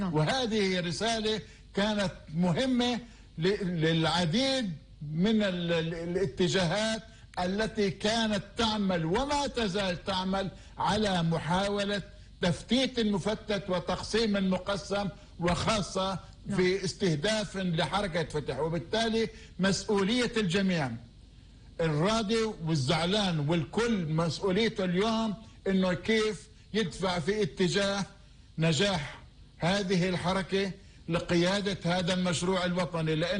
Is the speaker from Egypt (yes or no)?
no; Palestine; ونحن كفلسطينيين